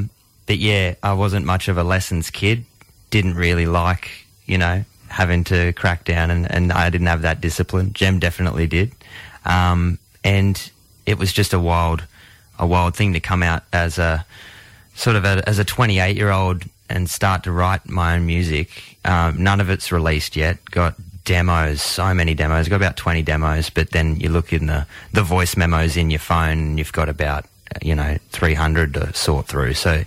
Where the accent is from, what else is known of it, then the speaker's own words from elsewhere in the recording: Brisbane, Queensland, Australia; All pretty much in Brizzy, in Mugajan. So we were always, except for like one stint over in the US, we did like 3 months or 4 months over in Nashville, Tennessee, I was 12 years old.